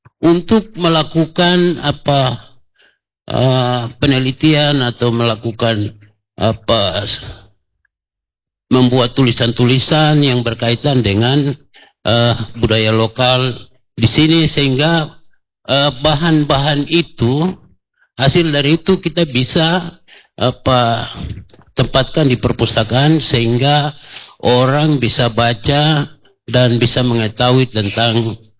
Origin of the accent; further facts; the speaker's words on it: South Papua, Indonesia; Sebagai orang Marin